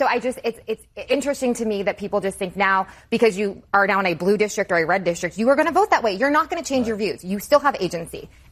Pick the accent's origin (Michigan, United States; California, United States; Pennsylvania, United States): California, United States; Placer County; born there; I was born in Placer County.